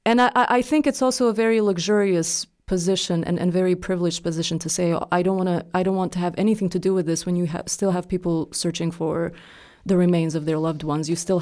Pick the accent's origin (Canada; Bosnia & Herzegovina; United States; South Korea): Bosnia & Herzegovina; Sarajevo, Federation of Bosnia and Herzegovina; because I grew up in Sarajevo in this part of the city that's sort of like, Sarajevo has a river and there's a valley